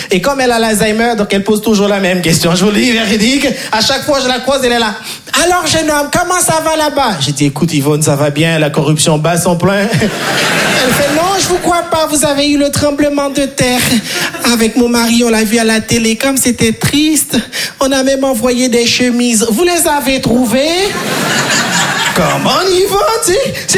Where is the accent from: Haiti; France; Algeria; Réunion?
Haiti; Moi, je viens de Haïti.